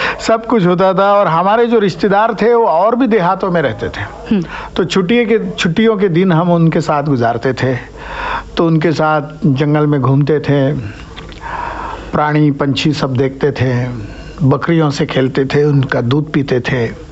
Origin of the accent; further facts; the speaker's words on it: Ahmednagar, Maharashtra, India; अहमदनगर में ही मेरी पढ़ाई हुई, स्कूल की, कॉलेज की, वहीं मैंने थिएटर किया, एक्टिंग की। मेरे गांव में पानी कम है लेकिन मेरा गांव छोटा है